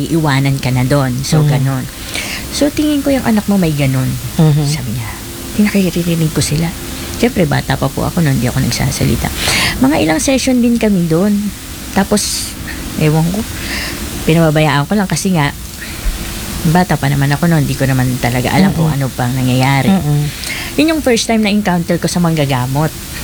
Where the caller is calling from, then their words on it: Bicol Region, Philippines; Sa Bicol po kasi, yung sa province namin